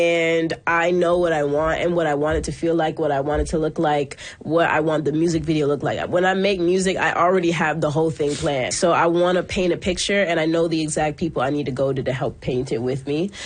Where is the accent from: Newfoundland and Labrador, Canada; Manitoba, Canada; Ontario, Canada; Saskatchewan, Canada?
Ontario, Canada; Toronto; I'm from Toronto.